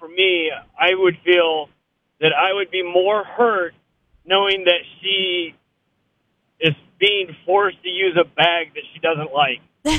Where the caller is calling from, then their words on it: New Haven, Indiana, United States; I'm from New Haven, Indiana.